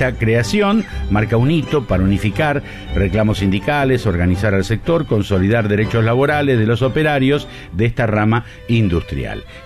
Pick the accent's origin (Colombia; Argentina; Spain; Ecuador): Argentina